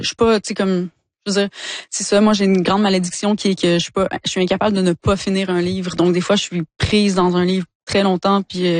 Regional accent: Quebec, Canada; born or raised there

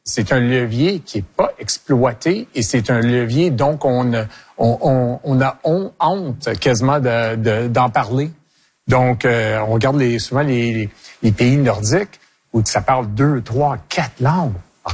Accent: Quebec, Canada; born there; Écoute, je suis fier québécois. Je suis, mais j'étais né ici. Mes parents ont été nés ici. Mes grands-parents ont été nés ici. J'étais éduqué en français. Mes enfants ont été éduqués en français.

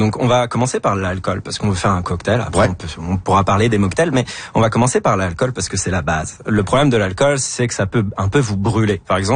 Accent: France

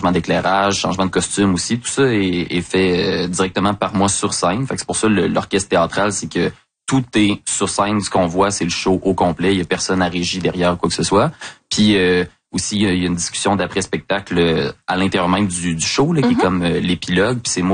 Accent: Lévis, Quebec, Canada; c'est le premier endroit où j'ai travaillé à Québec après avoir passé toute mon enfance à Lévis

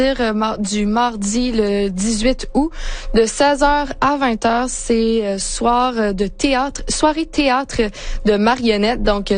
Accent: Moncton, New Brunswick, Canada; On dirait presque pas que je viens de Moncton, hein, quand ce que je parle en anglais.

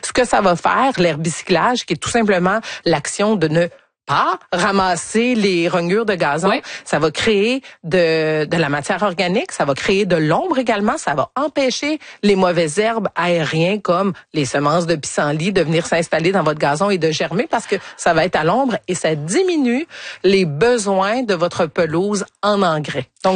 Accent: Quebec, Canada; je viens encore une fois de l'Estrie

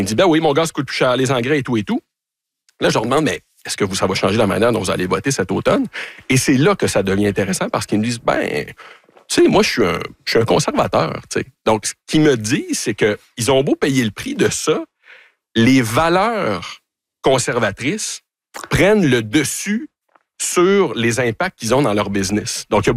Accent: Canada; Oui, c'est drôle, mais quand on dit qu'on est Canadien, honnêtement, sur le terrain, il y a beaucoup de gardes qui tombent

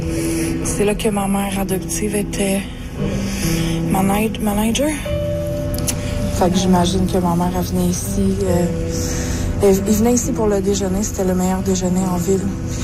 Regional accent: Quebec, Canada; now in Iqaluit, Canada; J'ai été élevée au Québec par une mère blanche, mais je suis née à Iqaluit, qui est maintenant la capitale du Nunavut. C'est là que je suis présentement.

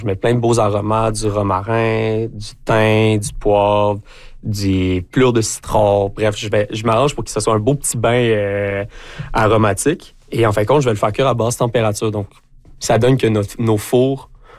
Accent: Gatineau, Quebec, Canada; now in Côte-Nord, Canada; Moi, à la base, je suis de Gatineau, donc un peu loin de l'estuaire.

